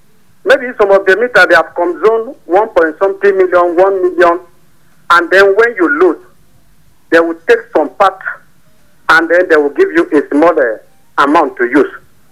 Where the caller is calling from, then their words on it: Nigeria; I'm calling from Gadabu.